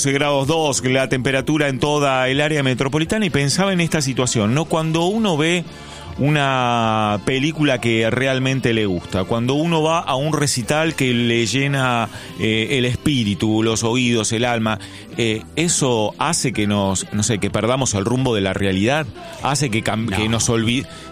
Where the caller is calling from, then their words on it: Buenos Aires, Argentina; de Chacarita